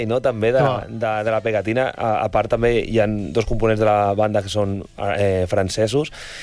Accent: Barcelona, Catalonia, Spain; born there

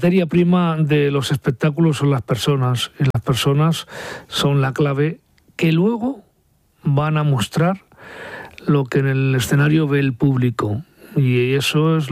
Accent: Basque Country, Spain; moved away as an adult; ahí fundamos un taller de teatro en Hermoa, mi pueblo, en el pueblo en el que nací

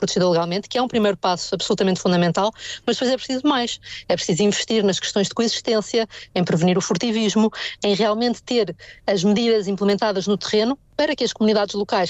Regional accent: Portugal

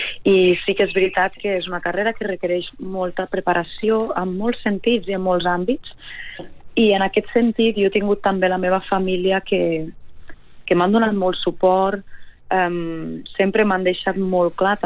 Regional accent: Darmós, Catalonia, Spain; born or raised there; moved away

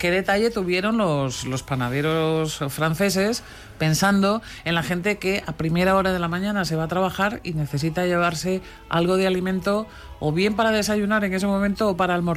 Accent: Galicia, Spain; Es que yo también soy gallega, Edu.

